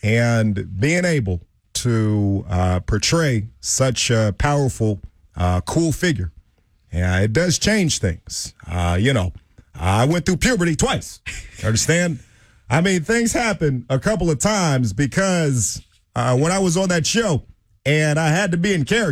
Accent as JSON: {"language": "English", "town": "Chicago", "region": "Illinois", "country": "United States", "said": "I'm from Chi-Town, baby."}